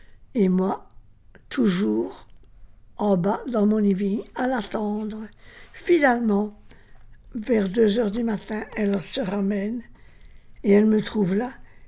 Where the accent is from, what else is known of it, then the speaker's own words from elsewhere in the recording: Charleroi, Wallonia, Belgium; Non, je suis née à Charleroi et j'y étais. Je vivais à Charleroi.